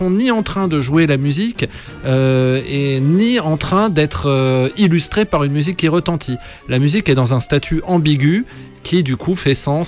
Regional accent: France; je suis français

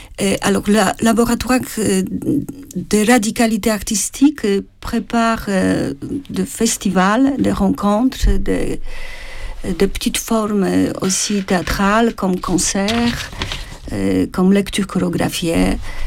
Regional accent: Wrocław, Lower Silesian Voivodeship, Poland; moved away; Je suis de Wrocław

